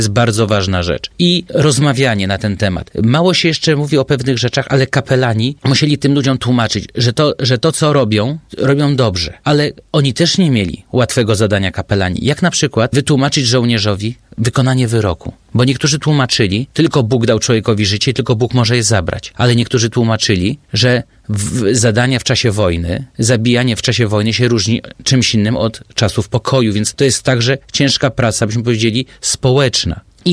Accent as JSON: {"language": "Polish", "region": "Masovian Voivodeship", "country": "Poland", "said": "Zwłaszcza u nas na Mazowszu."}